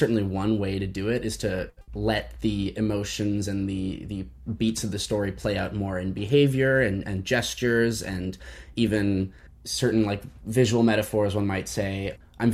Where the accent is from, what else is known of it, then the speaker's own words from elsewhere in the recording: Vancouver, British Columbia, Canada; moved away as an adult; also born or lived in Toronto; Yeah, so I grew up in Vancouver, went to Toronto for film school at Toronto Metropolitan University